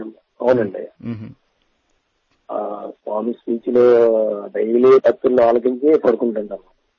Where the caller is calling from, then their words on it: Visakhapatnam, Andhra Pradesh, India; నేను విశాఖపట్నం మద్రిపాల నుంచి మాట్లాడుతున్నానండి.